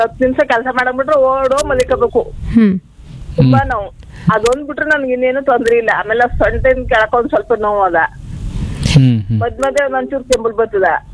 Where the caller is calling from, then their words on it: Mysore, Karnataka, India; ಮೈಸೂರಿಂದ.